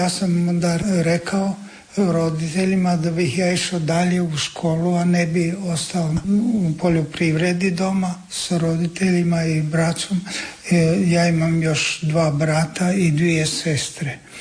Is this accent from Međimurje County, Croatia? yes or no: yes; Sveti Juraj na Bregu, Međimurje County, Croatia; i ja sam završio osnovnu školu u mom zavičaju u Međimurju, Sveti Juraj na Bregu